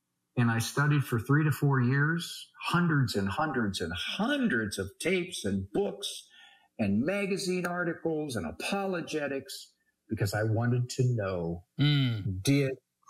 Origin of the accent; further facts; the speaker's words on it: Canton, Ohio, United States; I was brought up Catholic in Canton, Ohio. I left the Catholic Church in my 30s, went out into the evangelical world